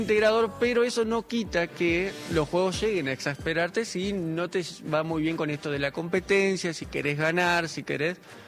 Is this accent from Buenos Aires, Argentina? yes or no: no; Jujuy, Argentina; somos tres jujeños y un cordobés